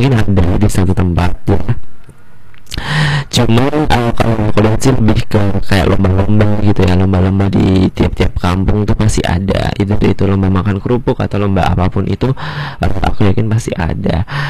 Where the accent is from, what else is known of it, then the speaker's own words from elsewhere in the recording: Surakarta, Central Java, Indonesia; karena kebetulan aku dari Solo, itu biasanya ada namanya malam tirakatan